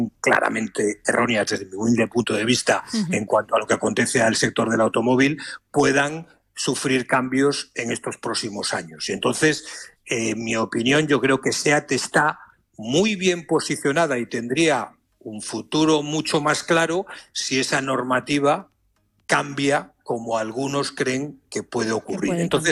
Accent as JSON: {"language": "Spanish", "country": "Spain", "said": "a mí particularmente como español y apasionado del automóvil"}